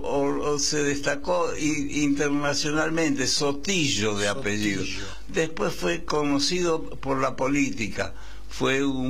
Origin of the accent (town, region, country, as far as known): Quilmes, Buenos Aires Province, Argentina; born there